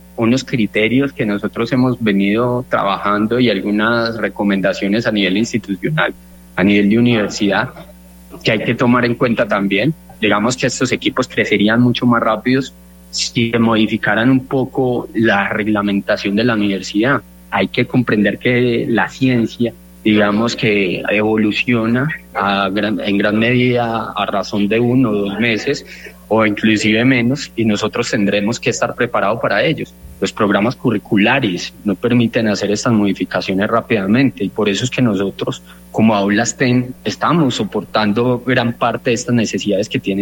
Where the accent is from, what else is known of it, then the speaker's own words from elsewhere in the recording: Colombia; los profesionales que nosotros como colombianos estamos formando es de la más alta calidad